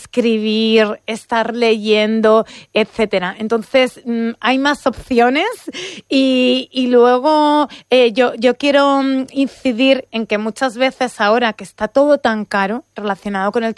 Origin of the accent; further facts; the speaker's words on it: Manzanares, Castilla-La Mancha, Spain; Yo soy de pueblo, pero mi pueblo es grande, 18.000 habitantes, claro. Manzanares.